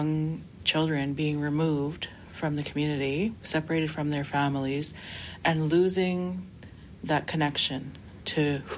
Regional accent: Grand Rapids, Manitoba, Canada; I grew up in Grand Rapids, the daughter of a fisherman

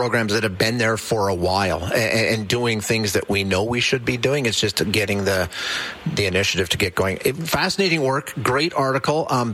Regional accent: Alberta, Canada; I grew up in Alberta.

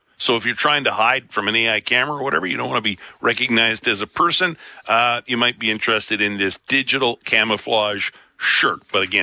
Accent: Picture Butte, Alberta, Canada; You grew up in Lethbridge. Yeah. I grew up in Picture View. Ed's Dairy Bar across the street from us.

